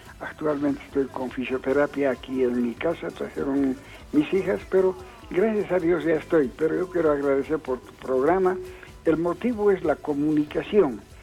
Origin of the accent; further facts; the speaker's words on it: San Pedro de Buena Vista, Potosí, Bolivia; moved away; yo soy de San Pedro de Buena Vista, provincia Charcas, del norte de Potosí.